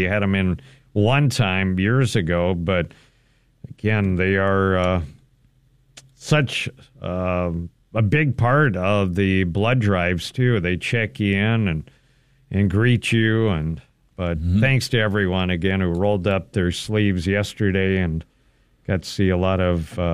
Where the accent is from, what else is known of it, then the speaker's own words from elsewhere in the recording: Minnesota, United States; When I was doing my music out in L.A. too, people there knowing I was from Minnesota